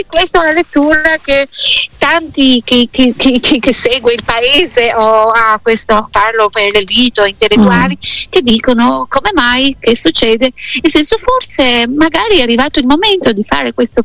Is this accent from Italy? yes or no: no; Tirana, Tirana County, Albania; Italian is a second language; Io sono molto critica perché amo il mio paese